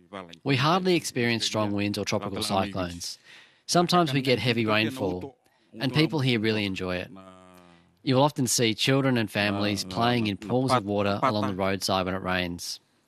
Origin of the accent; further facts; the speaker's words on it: Navuchi, Eastern Division, Fiji; now in Nauru; I'm originally from Toko in Ovalau, but I was raised in Navuchi, Motariki, in the Lomaviti province of Fiji. I arrived in Nauru in October 2016, and this is now my 10th year living here.